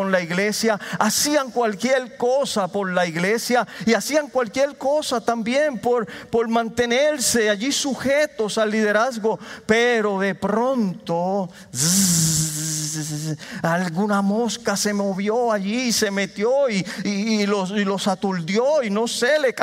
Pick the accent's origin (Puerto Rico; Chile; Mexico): Puerto Rico; Caguas; Yo estoy convencido que a mi pueblo Caguas Dios haya traído esta iglesia